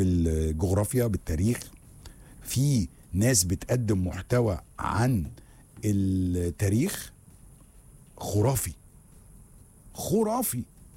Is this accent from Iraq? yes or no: no; Luxor, Luxor Governorate, Egypt; انا بما اني بقى بتكلم على من الأقصر وانا راجل من الأقصر، الحياة جوه الأقصر بالليل عاملة ازاي؟